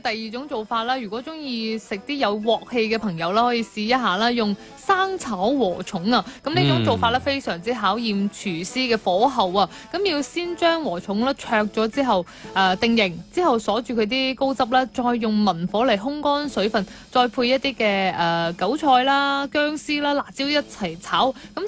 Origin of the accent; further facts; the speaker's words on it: Guangdong, China; 我哋广东人